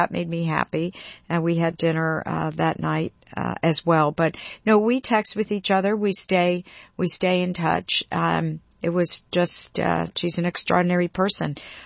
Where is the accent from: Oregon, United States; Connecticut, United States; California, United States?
Connecticut, United States; Bridgeport; I remember who I am and where I'm from. I'm from Bridgeport, Connecticut, from immigrant parents.